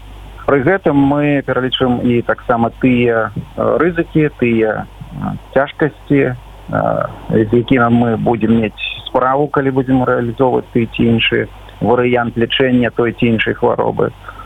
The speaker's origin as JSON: {"language": "Ukrainian", "country": "Belarus", "said": "Тому що ми, білоруси, звичайно, так лічимо, що льос наш визначений"}